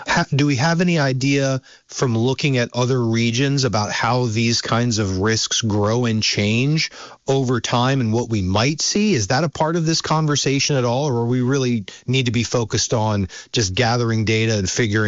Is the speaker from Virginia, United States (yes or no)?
yes; Virginia, United States; born there; also born or lived in Pennsylvania; now in Vermont, United States; I spent about half my life growing up in Virginia, and then we moved to Pennsylvania.